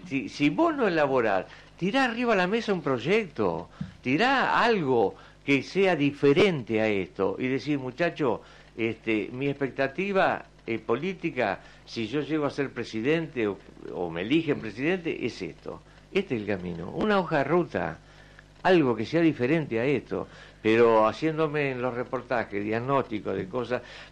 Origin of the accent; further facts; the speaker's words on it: Buenos Aires Province, Argentina; ¿qué mensaje me mandás a mí, que soy bonaerense?